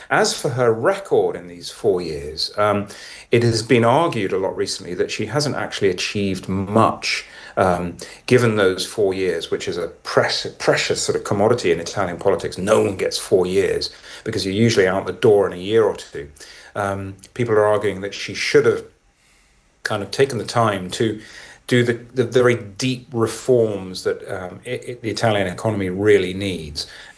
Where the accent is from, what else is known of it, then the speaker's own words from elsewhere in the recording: United Kingdom; now in Italy; as a British correspondent here in Italy